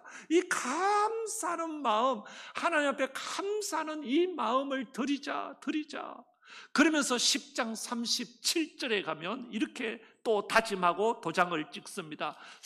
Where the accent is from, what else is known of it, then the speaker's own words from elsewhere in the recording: Seongju, North Gyeongsang, South Korea; moved away; 제 고향이 성주라서 잘 알죠?